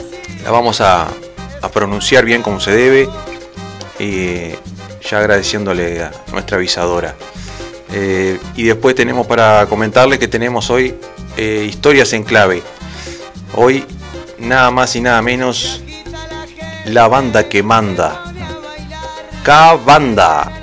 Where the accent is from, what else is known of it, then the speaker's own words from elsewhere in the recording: Uruguay; Si no sufrimos, no somos uruguayos.